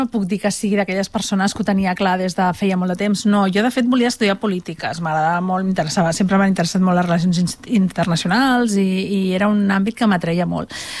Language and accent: Catalan; Montgat, Catalonia, Spain; Estem allà entre Maresme i Barcelonès, però oficialment som Maresme.